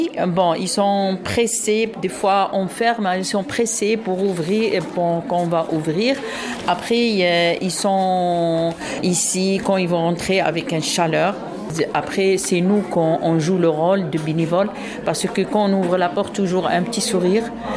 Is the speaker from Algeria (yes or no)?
yes; Algeria; French is a second language; Oui. Moi, je suis algérienne.